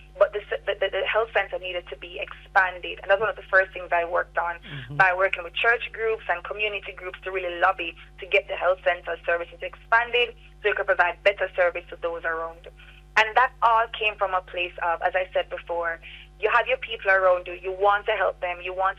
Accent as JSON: {"language": "English", "area": "Rio Grande Valley", "region": "Portland", "country": "Jamaica", "tie": "born or raised there", "said": "So I was born and raised in Portland. I am from the Rio Grande Valley."}